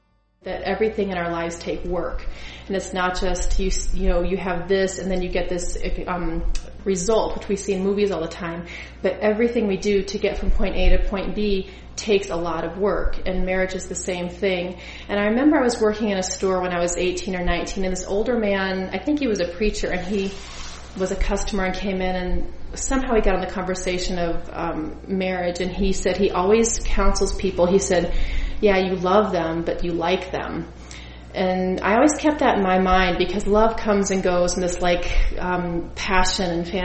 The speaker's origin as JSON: {"language": "English", "region": "Georgia", "country": "United States", "tie": "born or raised there", "said": "I grew up in Georgia"}